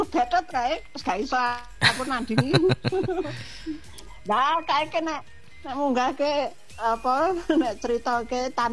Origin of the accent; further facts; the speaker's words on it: Plaosan, East Java, Indonesia; Di daerah saya di pelausan itu nggak ada telegram, lari ke Magetan.